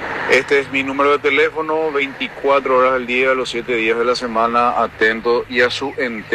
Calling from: Ciudad del Este, Alto Paraná, Paraguay; aquí en Ciudad del Este

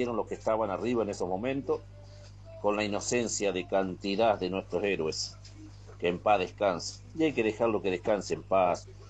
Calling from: Argentina; yo soy argentino

